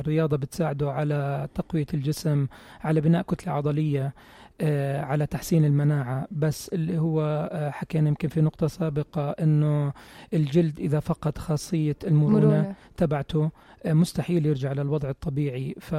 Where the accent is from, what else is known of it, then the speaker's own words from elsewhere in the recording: Jordan; احنا بالأردن